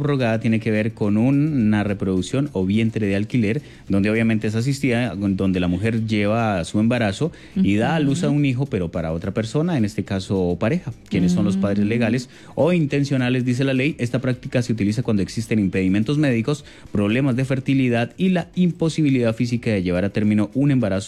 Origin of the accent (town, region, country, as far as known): Colombia